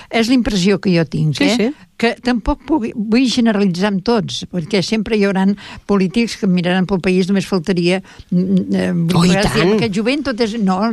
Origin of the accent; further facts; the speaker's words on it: Catalonia, Spain; encara que no tinguin el sentiment català que puguem tenir nosaltres, que som de famílies de tota la vida amb aquest sentiment